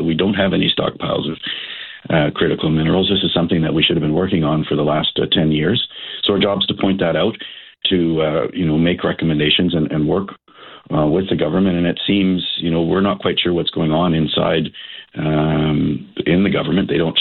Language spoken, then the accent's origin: English; Canada; But what I will say as Canadian and as a member of the official opposition, we need a unified and stately approach.